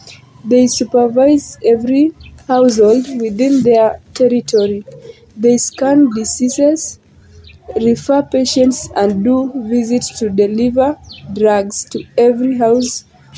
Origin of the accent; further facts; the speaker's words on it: Siaya, Siaya County, Kenya; I am from Awelo Estate in Siaya Town.